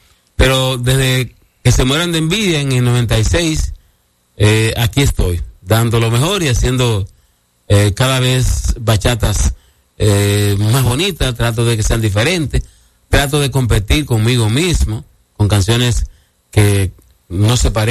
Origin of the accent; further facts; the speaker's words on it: Cotuí, Sánchez Ramírez, Dominican Republic; born there; now in Santo Domingo, Dominican Republic; Yo nací en Sevicos, tierra santa de la provincia Sánchez Ramírez y que pertenece a Cotuí